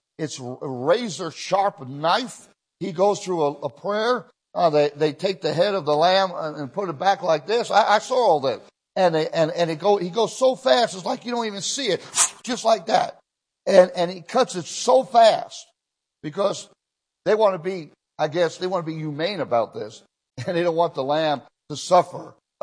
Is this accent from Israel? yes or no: yes; Israel; Now, when I was in Israel, I grew up in Israel, not all my young life, but partly